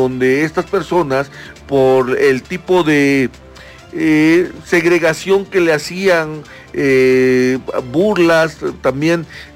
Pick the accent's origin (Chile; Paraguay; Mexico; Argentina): Mexico; Puebla; somos poblanos